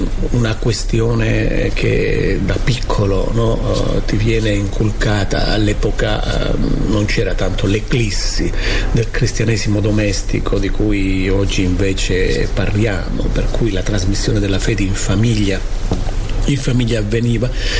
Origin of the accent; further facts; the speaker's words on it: Isola di Capo Rizzuto, Calabria, Italy; i professionisti di Isola Caporizzuto, il mio paese natio, e tutta gente che ha frequentato i Barnabiti o i Gesuiti o i Paolini, no?